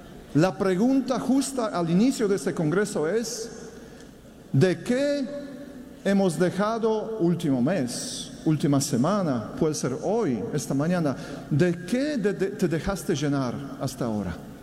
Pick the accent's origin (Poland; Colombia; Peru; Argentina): Poland; born there; first language Polish; Spanish is a second language; moved away; also born or lived in Italy; mi lengua nativa es polaco, nací en Polonia. Después viví muchos años en Italia y aquí vivo ya muchos años también. Pero español todavía estoy aprendiendo.